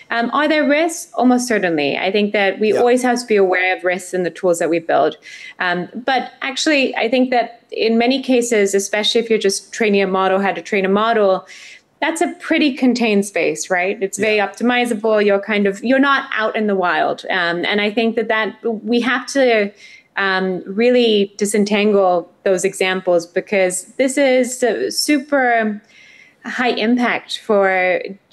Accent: Mozambique; when I was growing up, I grew up in Africa, actually, in Mozambique. And I remember access to the internet, how it changed my life, access to cell phones.

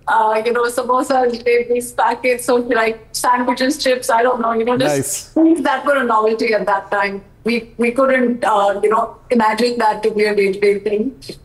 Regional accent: India; I feel thoroughly proud every single day to be an Indian.

